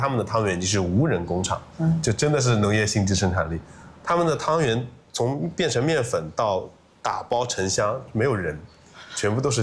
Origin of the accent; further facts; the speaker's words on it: Ningbo, Zhejiang, China; 我们宁波人